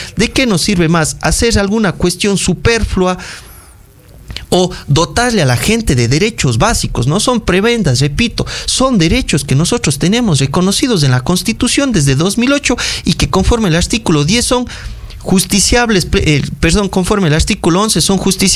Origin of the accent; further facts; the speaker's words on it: Azogues, Cañar, Ecuador; como miembro de esta sociedad azogueña